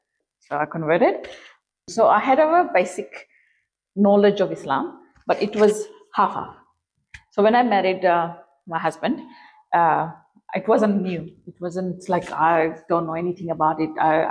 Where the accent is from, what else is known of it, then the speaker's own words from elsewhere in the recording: Fiji; Because we're from Fiji, culturally, we have henna nights, and we had nikah and then walima.